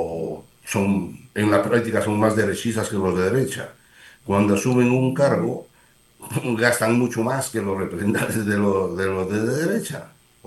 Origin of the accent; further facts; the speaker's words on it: Peru; now in Europe; Nosotros, como peruanos del exterior